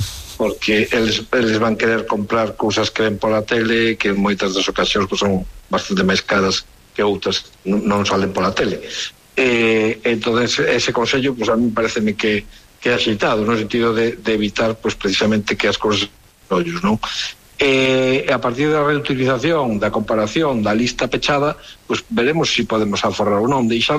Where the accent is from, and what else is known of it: Lugo, Galicia, Spain